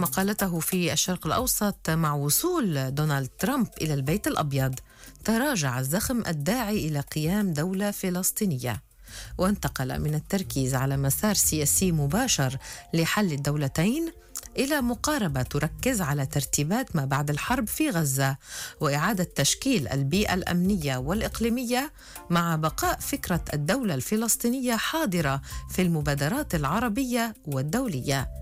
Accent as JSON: {"language": "Arabic", "country": "Lebanon"}